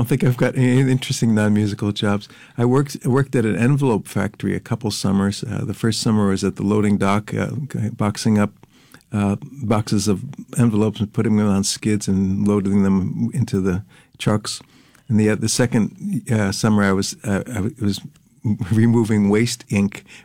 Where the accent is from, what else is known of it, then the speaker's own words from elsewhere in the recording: New Jersey, United States; also born or lived in Pennsylvania; I grew up in New Jersey, and I moved to Pennsylvania to go to school and stuck around because of Godfrey Daniels Coffee House. But I lived in Bethlehem and Easton, Pennsylvania.